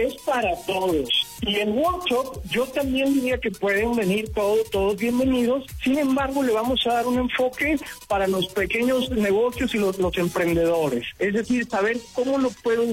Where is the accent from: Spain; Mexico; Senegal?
Mexico; Muy contento como mexicano, como latino, de tener la oportunidad de ir a compartir de estos temas